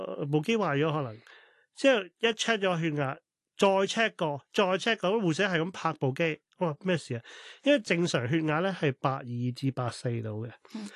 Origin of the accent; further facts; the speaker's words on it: Hong Kong; 我有即系我系香港人啦，本身咁，但系我都有喺外国好耐嘅时间浸，叫所谓浸淫过啦。